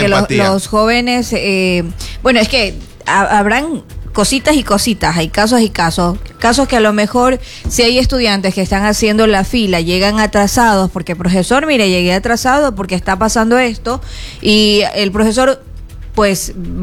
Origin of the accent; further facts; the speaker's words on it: Ecuador; la cultura de nosotros como ecuatorianos